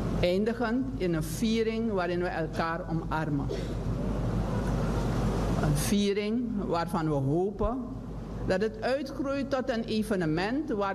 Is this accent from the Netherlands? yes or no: no; Suriname; Wij Surinamers moeten blijvend smeden aan een in solidariteit verbonden gemeenschap.